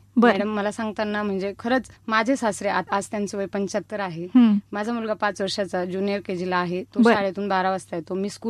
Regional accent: Wajirkhed, Maharashtra, India; moved away as an adult; now in Malegaon, India; मी मूळची मालेगाव पासून 6 किलोमीटरवर माझं माहेर आहे वजीरखेड म्हणून

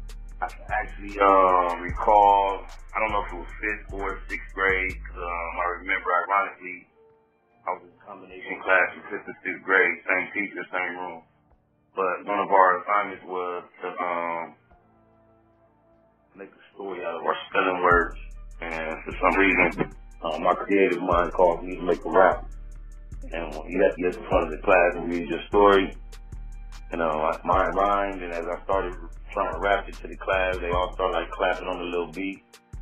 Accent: Compton, California, United States; I was born in the city of Compton in a hospital that no longer exists. I was actually born in Compton. My mother lived in Compt

